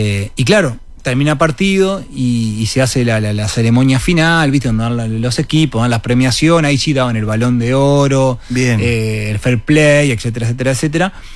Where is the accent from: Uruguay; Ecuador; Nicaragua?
Uruguay; Montevideo; Nosotros nacimos en Malvin Norte.